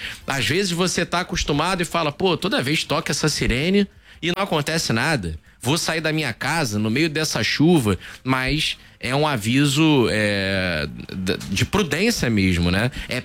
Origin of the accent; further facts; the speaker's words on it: Rio de Janeiro, Brazil; Vicente Carvalho, minha terra.